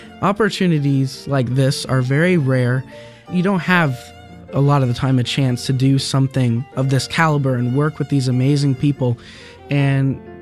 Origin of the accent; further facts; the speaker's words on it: Lake Worth, Florida, United States; from Lake Worth, Florida, and today I'll be performing the last movement